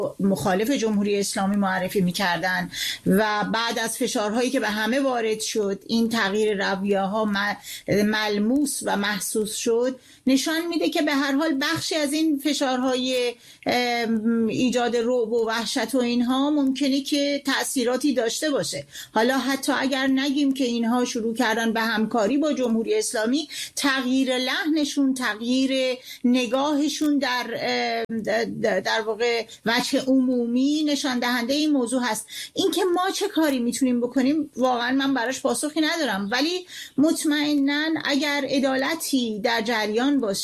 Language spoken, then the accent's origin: Persian; Iran; moved away; مایی که در بیرون از ایران هستیم